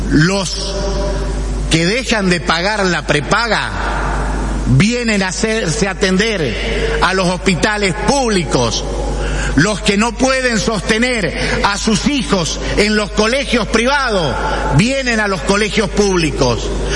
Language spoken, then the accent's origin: Spanish; Salta, Argentina